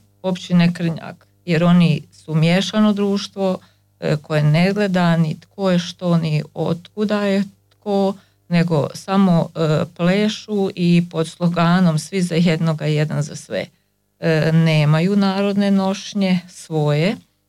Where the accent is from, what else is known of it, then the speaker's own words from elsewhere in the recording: Karlovac County, Croatia; pošto dolazimo sa Korduna